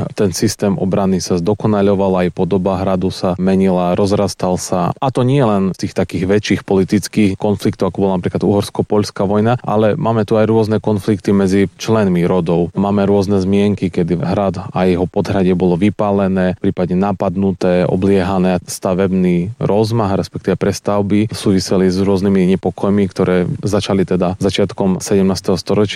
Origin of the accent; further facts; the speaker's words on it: Prešov Region, Slovakia; Vyrastali sme tu, takže nie sme odosobnení od tohto miesta